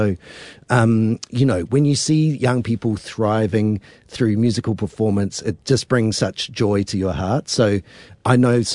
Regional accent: New Zealand; moved away as an adult; also born or lived in United Kingdom; I enjoyed the life in the UK, but I thought for children growing up in New Zealand, that was a really special time for me

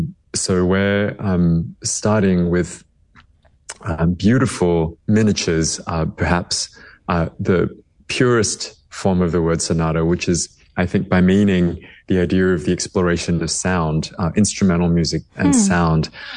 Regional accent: Australia; You know, as an Aussie, I have to say I am a very adoring neighbor

